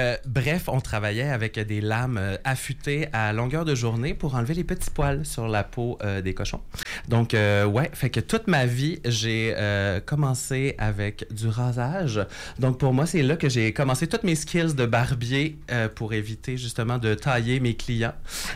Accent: Saint-Odilon-de-Cranbourne, Quebec, Canada; born there; moved away; j'ai un très grand parcours qui est parti d'un tout petit village qui s'appelle Saint-Audilon de Cranbourne en Beauce. Oui, c'est un village avec plusieurs traits d'union, donc vous comprendrez que le nombre d'habitants réduit avec chaque trait d'union dans le village.

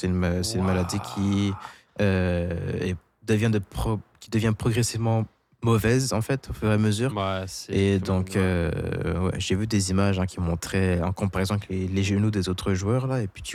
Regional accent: France; je suis français

